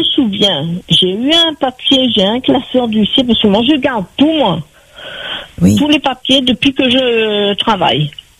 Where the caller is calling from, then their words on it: Mauritius; Mon père était mauricien et moi aussi, je suis une mauricienne. Ma mère était réunionnaise.